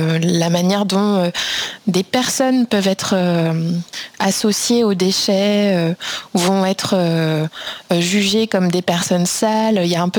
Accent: France; Mais au départ, je suis française et j'ai un parcours de sciences sociales au sens large

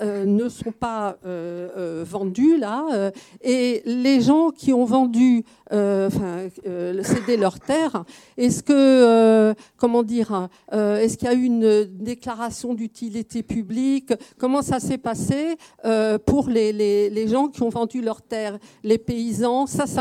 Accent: Paris, Île-de-France, France; Je suis une immigrée, je viens de Paris 15e.

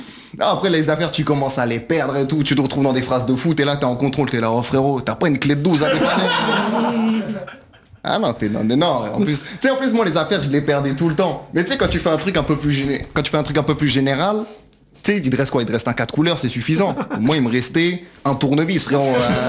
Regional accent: Brittany, France; Non, moi je suis breton moi à la base.

